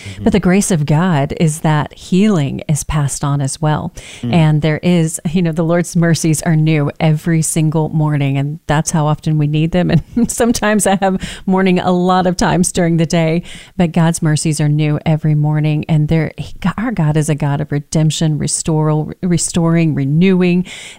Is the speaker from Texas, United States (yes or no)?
yes; Texas, United States; Well, first of all, that I'm a little bit Southern. I'm a Texan, born and raised, and hence the mama.